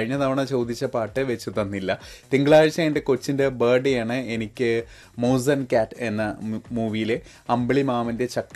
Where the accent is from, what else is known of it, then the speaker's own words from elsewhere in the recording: Vaniyamkulam, Kerala, India; ഞാൻ വാണിയം കുളത്ത് നിന്നാണ്.